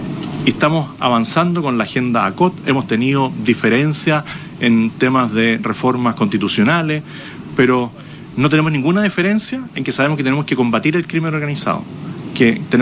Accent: Chile

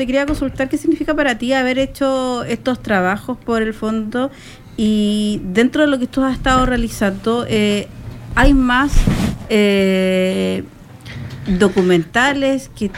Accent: Iquique, Tarapacá, Chile; nosotros como chilenos, como iquiqueños, no conocemos.

